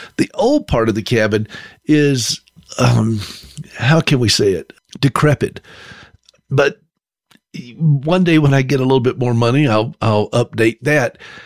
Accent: North Carolina, United States; But I remember I grew up skiing in North Carolina. When I first learned how to ski, we would go up to the mountains of North Carolina

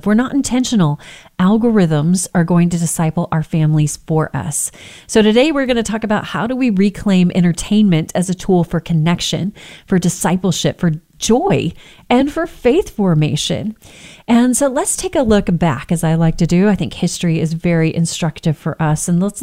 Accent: Texas, United States; I grew up in Texas.

